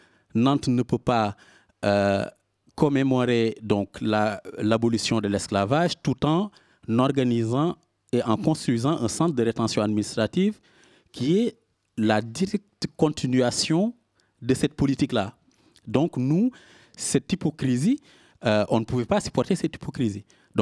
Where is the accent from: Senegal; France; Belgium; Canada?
Senegal; moved away; quand on vient, par exemple, moi, du Sénégal